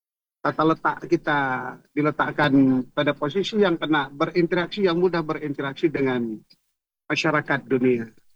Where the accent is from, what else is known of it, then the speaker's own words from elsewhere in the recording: Aceh, Indonesia; kita sebagai orang Aceh